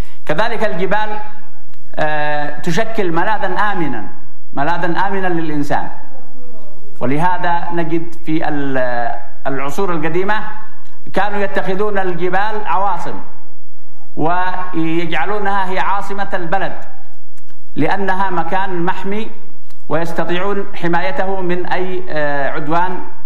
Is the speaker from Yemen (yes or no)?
yes; Yemen; بلدنا اليمن